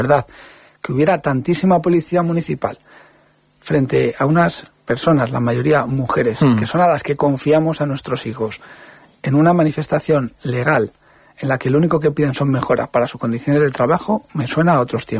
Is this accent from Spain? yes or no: yes; Spain